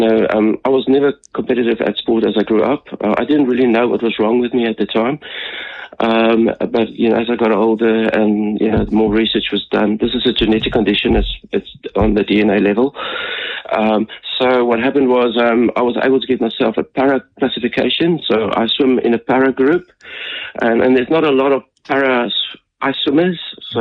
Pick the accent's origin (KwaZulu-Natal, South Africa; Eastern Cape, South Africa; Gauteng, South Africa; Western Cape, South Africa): Western Cape, South Africa; Cape Town; I'm not French, as you think. If you look at my name, I'm just a plain South African. I'm from Cape Town.